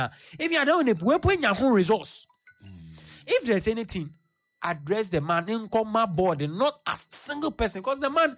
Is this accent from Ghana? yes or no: yes; Ghana; I'm a Ghanaian, so.